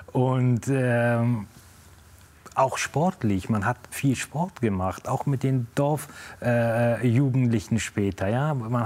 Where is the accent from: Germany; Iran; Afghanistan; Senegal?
Afghanistan; Kabul; In diesem sind wir noch dort in Kabul aufgewachsen und man konnte da noch leben.